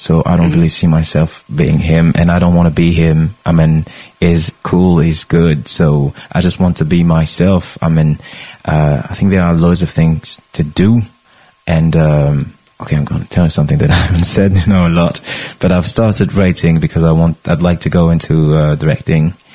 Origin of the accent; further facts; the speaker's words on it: Brittany, France; everybody discovered that I was really from Bretagne